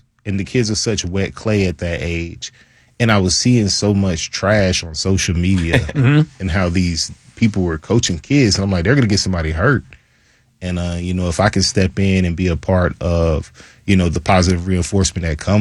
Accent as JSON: {"language": "English", "region": "Florida", "country": "United States", "tie": "born or raised there", "said": "I tell people all the time, I grew up in Central Florida and I was a Florida State fan, so I was destined to be an underdog."}